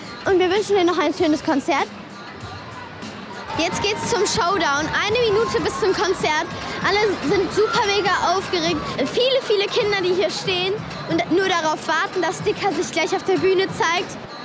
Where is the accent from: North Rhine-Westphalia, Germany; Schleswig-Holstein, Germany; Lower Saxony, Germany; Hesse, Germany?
Schleswig-Holstein, Germany; Ahrensburg; bin 11 Jahre alt, ich komme aus Ahrensburg